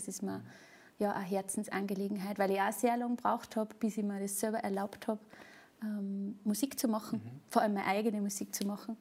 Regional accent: Salzburg, Austria; ich komme aus dem Pongau

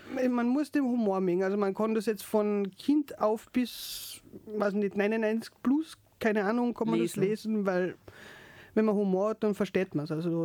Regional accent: Carinthia, Austria; Also ich habe zum Beispiel in Kärnten unten beim Bezirksblatt von Verkehren, da wo ich herkomme, habe ich auch eine Anfrage geschickt.

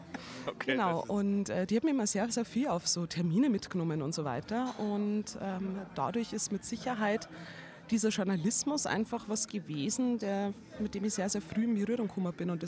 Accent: Bavaria, Germany; accent: Lower Bavarian; also born or lived in Landshut; now in Salzburg, Austria; Ganz ursprünglich gebürtig bin ich 30 Kilometer von Landshut entfernt. Ja, eigentlich genau aus dem Dreieck Landshut-Straubing-Regensburg. Dort, wo sich die verschiedenen Dialekte treffen, wo der bayerische Wald aus Straubing einschlägt, das oberpfälzerische aus Regensburg und das eher Münchner

